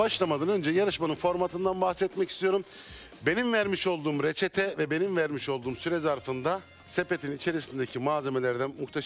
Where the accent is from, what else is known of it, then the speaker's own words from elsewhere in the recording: Ereğli, Konya, Turkey; Ben de Konya Ereğli'liyim.